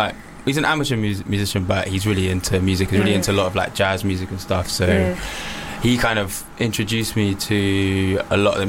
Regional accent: Norwich, East of England, United Kingdom; born there; now in London, United Kingdom; I was born in Norwich, but I've lived in London. I've lived in South London for like nine

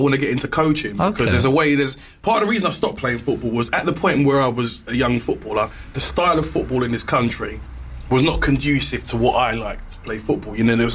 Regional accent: Nigeria; Yeah, you can tell I'm Nigerian, look at me, I'm sweating like...

